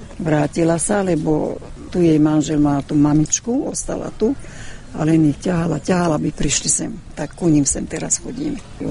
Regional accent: Hungary; now in Slovakia; Ja som stadiaľ to odišla ako Slováčka, nevedela som maďarsky nič. Z Maďarska na Slovensko.

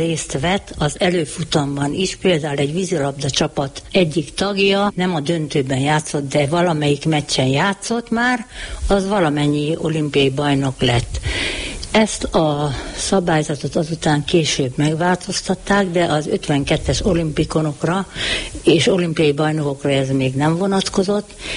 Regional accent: Szeged, Csongrád-Csanád, Hungary; moved away as an adult; 23 éves koromig Szegeden laktunk

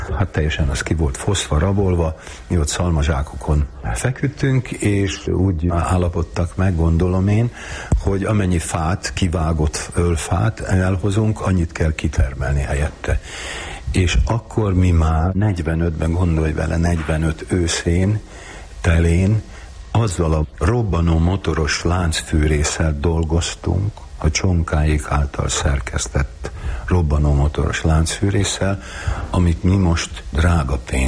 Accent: Hungary; Hát ott nőttem föl. Az ottani kubik gödrökben.

